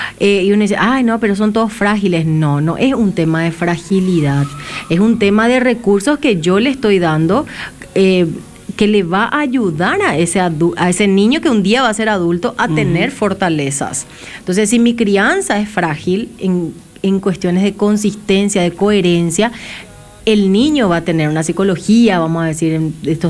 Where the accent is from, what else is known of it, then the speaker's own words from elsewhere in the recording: Paraguay; Nosotros tenemos como paraguayos una cultura muy linda, ¿verdad?